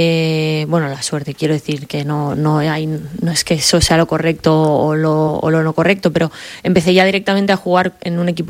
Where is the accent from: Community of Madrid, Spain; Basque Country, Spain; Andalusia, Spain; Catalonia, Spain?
Catalonia, Spain; Mollet del Vallès; Me hicieron una en la radio de Mollet, de mi pueblo, cuando empezaba justamente a jugar en el Sabadell.